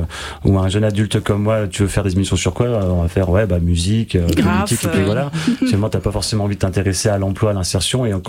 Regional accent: Grand Est, France; Et forcément, Déclic, c'était moi qui viens du Toulois. C'est une radio que je connais.

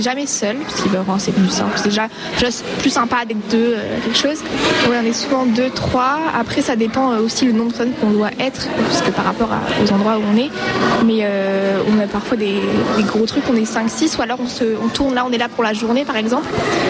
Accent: Nancy, Grand Est, France; donc on vient de Nancy.

